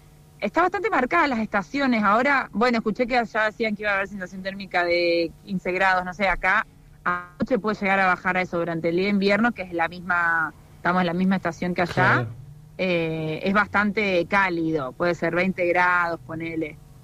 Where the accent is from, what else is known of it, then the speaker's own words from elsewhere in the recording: Trelew, Chubut, Argentina; moved away as an adult; now in Australia; cuando digo que soy de Trelew